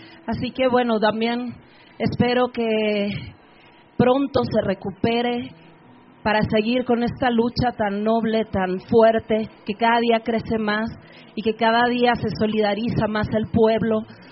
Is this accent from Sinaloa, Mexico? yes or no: yes; Culiacán, Sinaloa, Mexico; yo vengo de Culiacán, Sinaloa, al norte del estado, al norte de México.